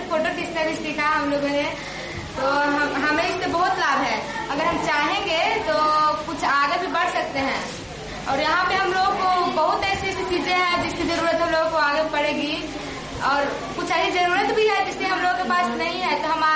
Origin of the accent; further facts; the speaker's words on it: Bihar, India; मैं कुमार बिहार की रहने वाली हूँ